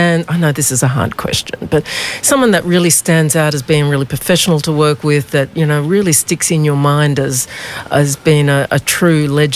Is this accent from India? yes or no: no; Australia; being an Aussie, I love